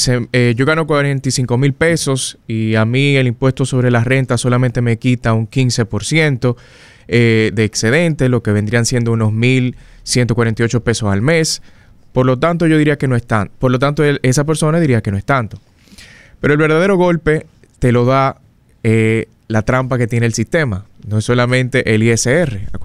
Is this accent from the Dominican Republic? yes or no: yes; Dominican Republic; nosotros como dominicanos